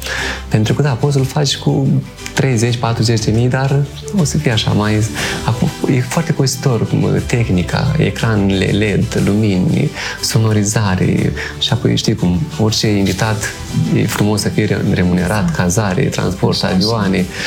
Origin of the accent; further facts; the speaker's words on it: Chișcăreni, Sîngerei District, Moldova; born there; sunt cetățean de onoare a satului unde m-am născut, satul meu natal, Chișcărei.